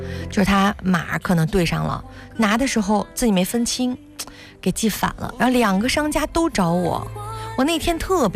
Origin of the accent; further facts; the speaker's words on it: Shandong, China; born there; 我有的时候特别感恩我生在山东，我是一个山东的女孩，